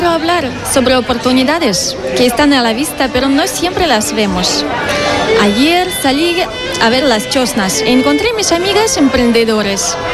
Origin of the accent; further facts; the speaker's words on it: Ukraine; now in Basque Country, Spain; Yo vengo de Ucrania